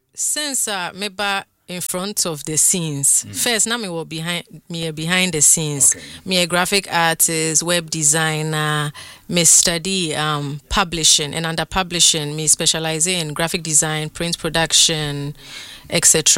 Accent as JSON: {"language": "English", "country": "Ghana", "tie": "born or raised there", "moved": "yes", "said": "growing up in Ghana in the 80s and 90s"}